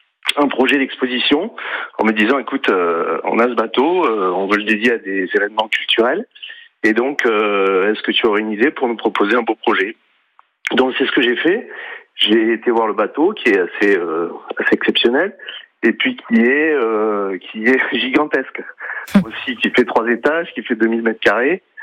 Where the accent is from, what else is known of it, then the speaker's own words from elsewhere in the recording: Céret, Occitanie, France; moved away; un patrimoine naturel et culturel assez exceptionnel ici en pays catalan. Donc d'où je suis, puisque moi je suis de Céret, et il y avait ce côté retour aux sources.